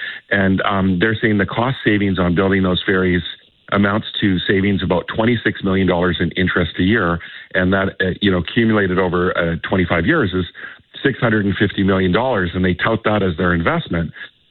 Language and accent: English; British Columbia, Canada; us as British Columbians